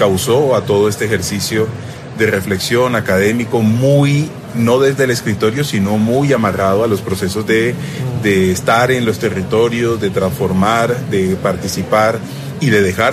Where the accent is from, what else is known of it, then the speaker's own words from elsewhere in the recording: Barranquilla, Atlántico, Colombia; born there; Yo soy egresado del Colegio San José de Barranquilla y egresado de Filosofía de la Javeriana.